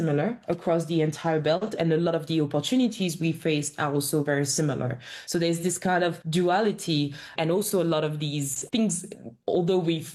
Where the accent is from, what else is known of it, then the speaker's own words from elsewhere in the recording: France; moved away as an adult; also born or lived in Barbados / Japan / United States / United Kingdom; I grew up in France. My origins are on the continent, but I used to live in Barbados in the Caribbean. I've studied in Japan. I've worked in the US, in the UK